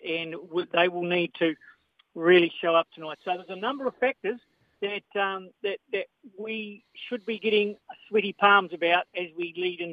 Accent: New Zealand; as a Kiwi

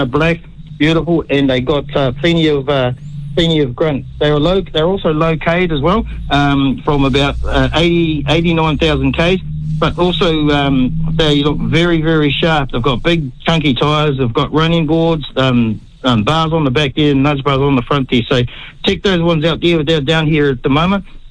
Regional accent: Tokomaru Bay, Gisborne, New Zealand; moved away; Tokemarra Bay especially, that's my hometown, of course.

